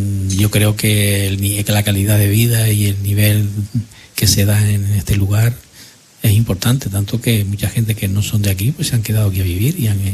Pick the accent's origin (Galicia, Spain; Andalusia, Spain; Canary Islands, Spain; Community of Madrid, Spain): Canary Islands, Spain; Agüimes; now in Arinaga, Spain; desde hace ya más cerca de 30 años, 20 y tantos largos. Yo soy de Agüime, de origen de Agüime, y pasando el tiempo, pues nos trasladamos con la familia a vivir aquí.